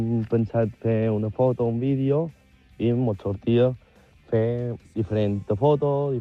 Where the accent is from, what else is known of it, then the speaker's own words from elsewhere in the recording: Cineu, Balearic Islands, Spain; fer veure en el poble que pertanyem a Cineu, que som de Cineu i mos sentim de Cineu.